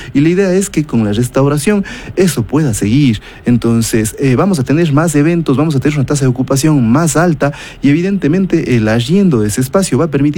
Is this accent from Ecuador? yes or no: yes; Ecuador